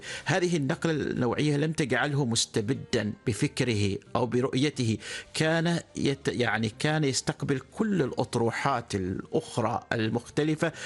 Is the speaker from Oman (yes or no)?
yes; Oman; فيما يتعلق بالتفكير الديني عندنا في عمان